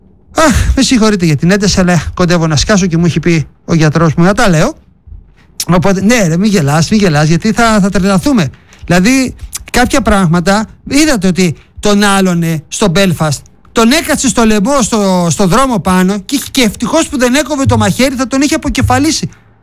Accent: Greece; Έχω πολλά χρόνια σε αυτόν τον τόπο να ζήσω και δεν θέλω να φύγω από τον τόπο μου να ζήσω. Είμαι περήφανος που είμαι Έλληνας. Θέλω να είμαι στη χώρα μου.

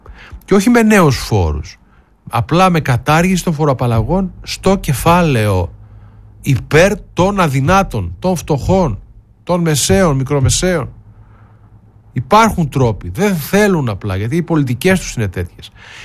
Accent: Eitorf, North Rhine-Westphalia, Germany; Από το Άιτορφ, άρε Γιωργάρα μου. Εκεί γεννήθηκα και μεγάλωσα παιδιά στη Γερμανία.

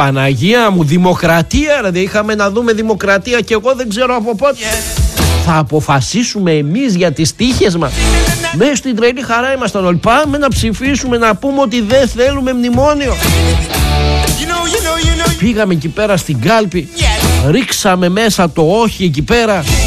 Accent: Greece; Μήπως, λέω, μήπως θα υποφεληθούμε κι εμείς σαν Έλληνες.

